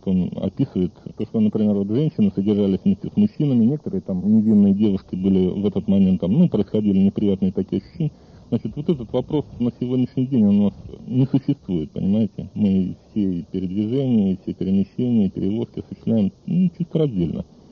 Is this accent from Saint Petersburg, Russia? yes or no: no; Lipetsk, Lipetsk Oblast, Russia; also born or lived in Saratov; now in Yekaterinburg, Russia; я из Липецка.